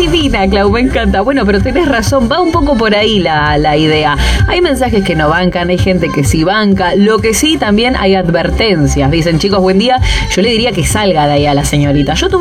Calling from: Rosario, Santa Fe, Argentina; Buen domingo, chicos … de Rosario.

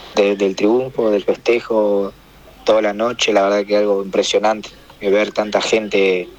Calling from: Argentina; lo que somos los argentinos

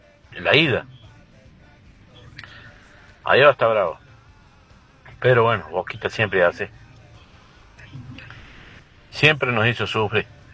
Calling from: Almafuerte, Córdoba, Argentina; un saludo grande para mi pueblo. El pueblo almafuertense.

